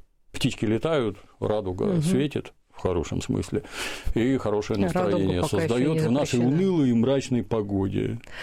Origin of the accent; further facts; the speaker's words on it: Saint Petersburg, Russia; А мне кажется, вы гадите в моем родном городе.